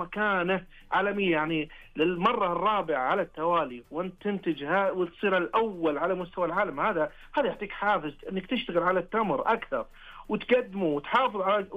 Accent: Saudi Arabia; كسعوديين حنا

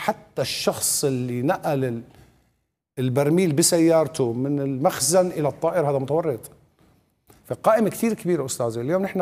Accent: Syria; ونحن هدول سوريين بالنسبة لأنه هدول أولاد بلدنا،

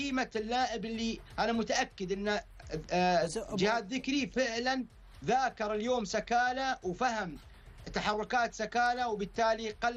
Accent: Saudi Arabia; عمل مميز من كابتن سعد الشهري اللي إحنا كمدربين سعوديين نفتخر فيه

